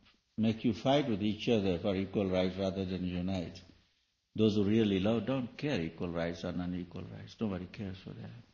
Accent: India; because I'm from India

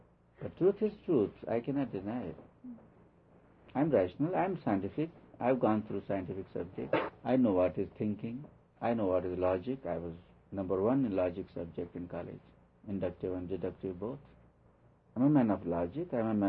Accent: India; now in United States; Not because I'm Indian. I think I'm as good an Indian as I'm good American. I think so. 50-50 at least.

